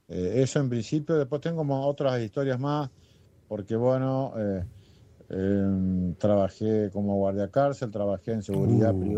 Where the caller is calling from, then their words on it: Gualeguaychú, Entre Ríos, Argentina; de Gualeguaychú, Entre Ríos.